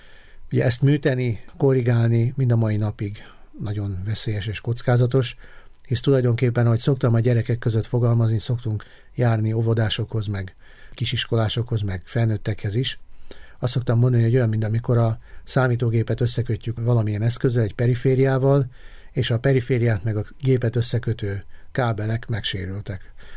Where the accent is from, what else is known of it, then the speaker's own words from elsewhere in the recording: Kaposvár, Somogy, Hungary; born there; Aztán, amikor az általános iskolát befejeztem, akkor gimnáziumba kerültem, már otthon Kaposváron.